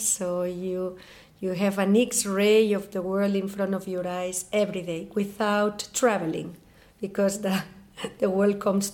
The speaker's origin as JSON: {"language": "English", "town": "Barcelona", "region": "Catalonia", "country": "Spain", "also_born_or_lived": "Italy / Copenhagen", "second_language": "English", "moved": "as an adult", "lives_now": "Vienna, Austria", "said": "I'm coming from Barcelona. I'm 47 years old. I moved to Vienna 3 years ago. And, well, I lived in Italy many, many years, also in Copenhagen"}